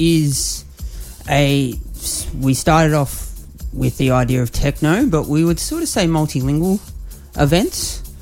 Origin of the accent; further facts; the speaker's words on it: Victoria, Australia; now in Melbourne, Australia; So, yeah, Melbourne boy now, originally from Southwest Victoria